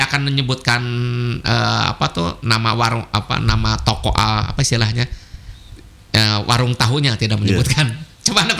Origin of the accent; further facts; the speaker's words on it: Sumedang, West Java, Indonesia; born there; Kelahiran Sumedang saya.